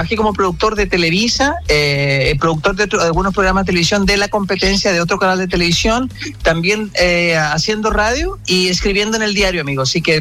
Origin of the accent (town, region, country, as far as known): Chile